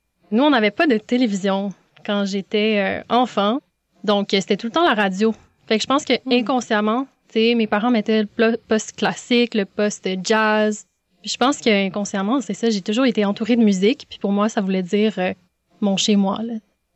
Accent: Montreal, Quebec, Canada; accent: Québécois; also born or lived in Denmark; Moi, je suis une artiste de Montréal. Je suis née au Danemark, mais j'ai grandi vraiment à Montréal. C'est pour ça que j'ai le gros accent québécois.

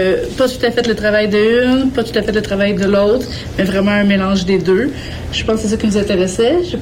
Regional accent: Montreal, Quebec, Canada; Non, on est montréalaise. Mm-hmm. On est venu jusqu'ici pour faire l'exposition.

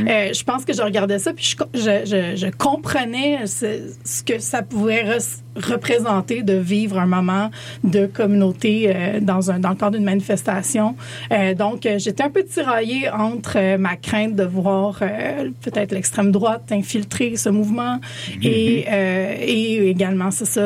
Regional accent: Montreal, Quebec, Canada; je suis de Montréal

